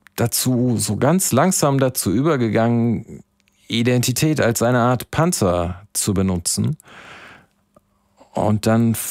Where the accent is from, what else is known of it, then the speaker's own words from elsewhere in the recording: Rhineland, Germany; Wir sind halt Rheinländer.